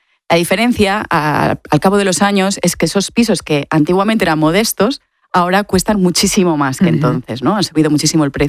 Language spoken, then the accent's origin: Spanish; Mallorca, Balearic Islands, Spain; now in Barcelona, Spain; cuando vives en Barcelona siendo de Mallorca, siempre me he preguntado yo de dónde soy. Soy mallorquina, soy barcelonesa, ¿de dónde soy?